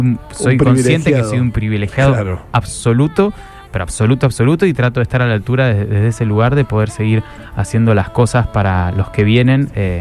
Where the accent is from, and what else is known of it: Argentina